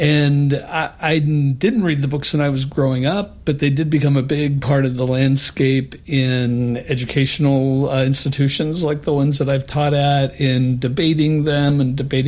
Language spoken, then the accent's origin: English; Wichita, Kansas, United States; So I grew up in Kansas, in Wichita